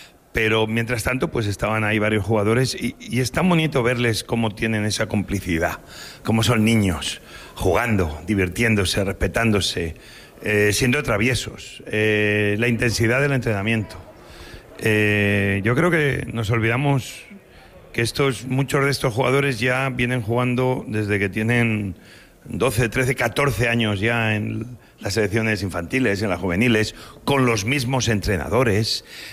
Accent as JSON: {"language": "Spanish", "region": "Asturias", "country": "Spain", "said": "soy asturiano del Barça"}